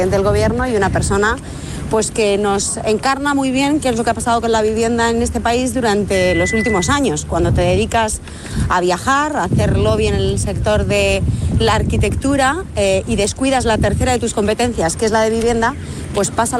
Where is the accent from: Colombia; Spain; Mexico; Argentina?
Spain; Galicia; Ha empezado a llover. O sea que mi tierra me recibe como me merezco.